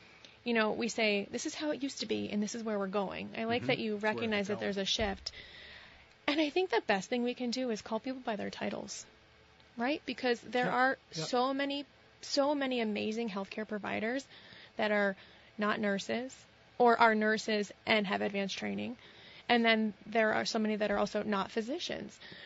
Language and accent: English; Sheldon, Vermont, United States; also born or lived in St. Albans, Vermont; I grew up in Sheldon, Vermont.